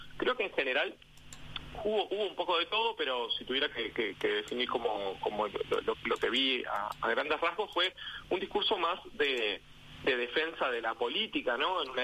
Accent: Uruguay; la Constitución de nuestro país

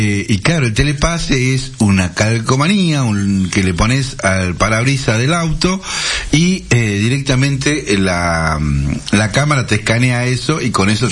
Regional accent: Salta, Argentina; yo como buen salteño, buen colla salteño

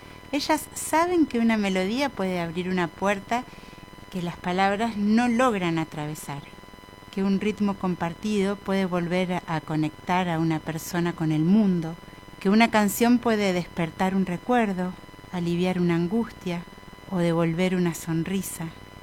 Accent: Patagonia, Argentina; soy cantora de la Patagonia.

